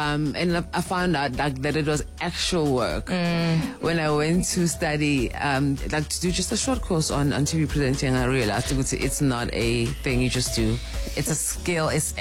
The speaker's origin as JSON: {"language": "English", "region": "KwaZulu-Natal", "country": "South Africa", "moved": "as an adult", "lives_now": "Johannesburg, South Africa", "said": "I came back to Joburg, because I'm from Natal, came back to Joburg to study at UJ."}